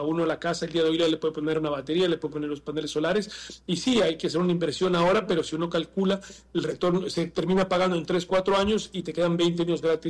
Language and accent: Spanish; Ecuador